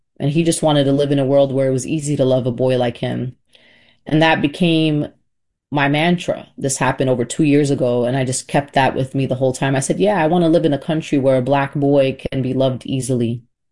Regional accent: New York City, New York, United States; as a Brooklynite. I'm born and raised in Brooklyn

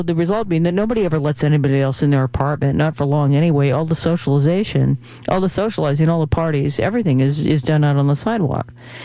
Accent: New York, United States; as a New Yorker

